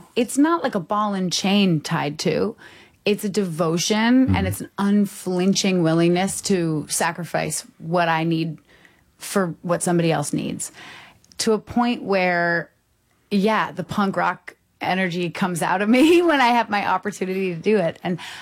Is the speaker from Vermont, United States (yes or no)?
yes; Vermont, United States; Growing up in Vermont, which is an amazing place to grow up